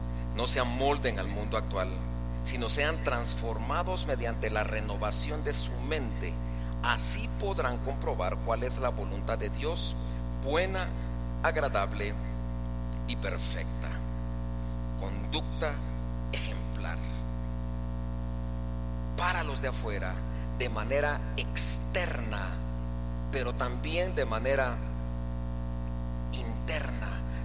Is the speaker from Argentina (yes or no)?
no; Guatemala; para los que somos guatemaltecos aquí y en cualquier parte de Europa, de Asia, de África o de Oceanía, somos guatemaltecos.